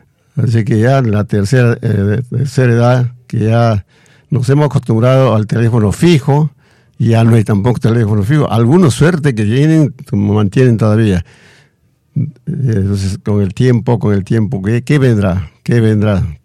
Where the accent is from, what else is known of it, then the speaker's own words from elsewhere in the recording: Sihuas province, Ancash, Peru; Es un himno, cada canción es un himno a mi patria chica, Umbe, Umbe, con cuatro letras, del departamento de Ancash.